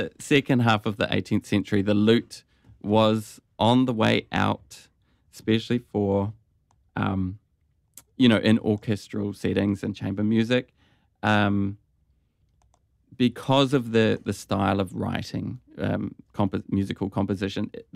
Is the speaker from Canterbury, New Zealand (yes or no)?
yes; Timaru, Canterbury, New Zealand; moved away as an adult; now in Australia; Yeah, so I then I moved to Australia to study a beginner masters of music and classical guitar